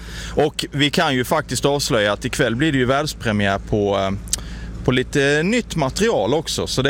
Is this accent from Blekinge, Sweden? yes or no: yes; Karlshamn, Blekinge, Sweden; jag kan nog bre på lite dialekt om du vill. Och att folk hör att jag kommer från Karlshamn, det tror jag.